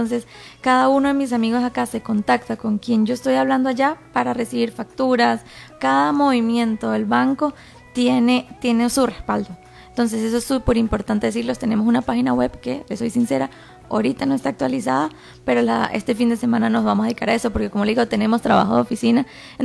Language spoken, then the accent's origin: Spanish; Venezuela; now in Costa Rica